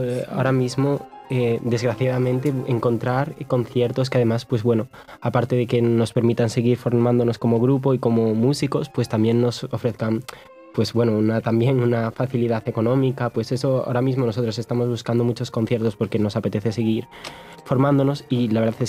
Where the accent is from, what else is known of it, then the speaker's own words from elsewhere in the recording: Galicia, Spain; now in Catalonia, Spain; yo soy gallego, venimos un poco de todas partes, nos reunimos aquí en Cataluña, yo soy gallego